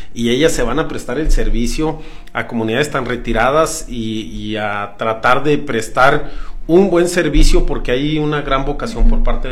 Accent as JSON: {"language": "Spanish", "town": "Tlahualilo", "region": "Durango", "country": "Mexico", "tie": "born or raised there", "also_born_or_lived": "Gómez Palacio", "moved": "yes", "lives_now": "Durango, Mexico", "said": "yo soy originario de Tlahualilo"}